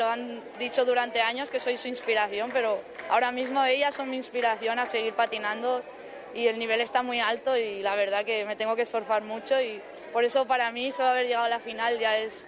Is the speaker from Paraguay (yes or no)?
no; Spain; somos de España, somos tres, Carla, Enerich y yo